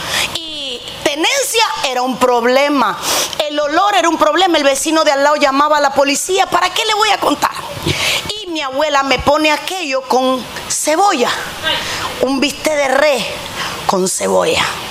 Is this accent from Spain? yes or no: no; Cuba; moved away; en mi país, una condena por matar una vaca era más alta que por matar a un ser humano. Si alguien es cubano sabe lo que estoy hablando